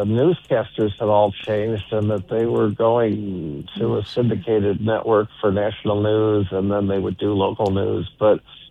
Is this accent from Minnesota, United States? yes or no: no; Buffalo, New York, United States; in the Buffalo area because that's where I grew up